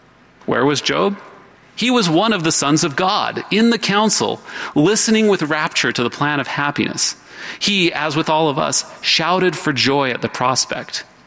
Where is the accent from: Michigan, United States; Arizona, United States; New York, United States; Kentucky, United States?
Arizona, United States; St. Johns; my hometown of St. John's, Arizona.